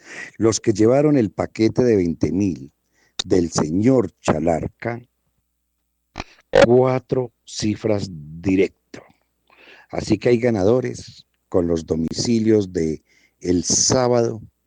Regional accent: Antioquia, Colombia; Vamos a sacar todas esas montañeradas que tenemos como paisas

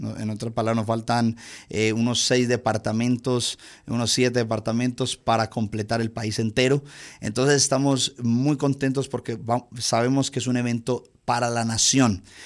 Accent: Envigado, Antioquia, Colombia; Yo soy envigadeño, tres generaciones de Envigado, no parezco, muy rubio, muy agringado para parecer que soy de por acá.

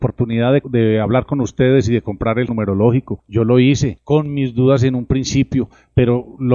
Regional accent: Don Matías, Antioquia, Colombia; Yo soy de Don Matías, maestro.

